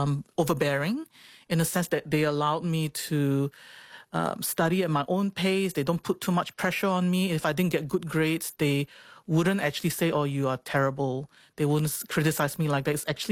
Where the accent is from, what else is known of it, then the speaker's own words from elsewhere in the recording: Singapore; Church is something that I grew up in Singapore.